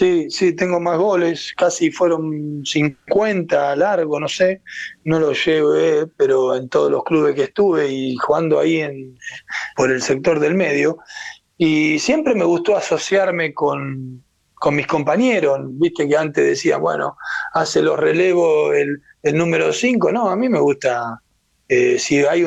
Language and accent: Spanish; Argentina